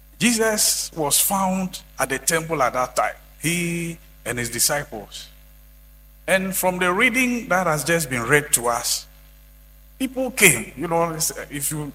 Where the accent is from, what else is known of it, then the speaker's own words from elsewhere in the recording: Aburi, Eastern Region, Ghana; I quite remember our days when we were young at Aburi. I come from Aburi here.